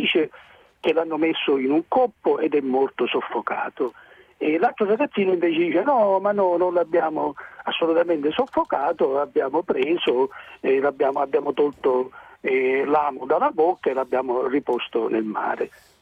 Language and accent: Italian; Marsala, Sicily, Italy; first language Sicilian dialect; Italian is a second language; la mia contrada, che si chiama Cutusio, dove io sono nato e tuttora abito, si affaccia proprio sullo Stagnone.